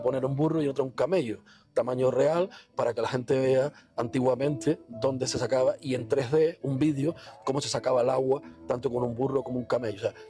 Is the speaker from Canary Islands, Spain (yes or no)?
yes; Betancuria, Canary Islands, Spain; yo soy de aquí de Betancuria, como tú bien dices, en esta plaza, en esta no, porque es nueva, pero en la antigua, desde pequeñito me he caído, me he roto las rodillas y para mí ser alcalde de mi pueblo es el mayor orgullo que he tenido siempre.